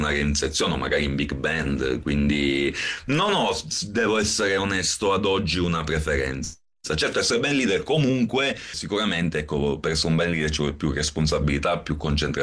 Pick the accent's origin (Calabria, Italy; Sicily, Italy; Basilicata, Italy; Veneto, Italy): Sicily, Italy; è legato alla mia terra, si evince questo concetto di sicilianità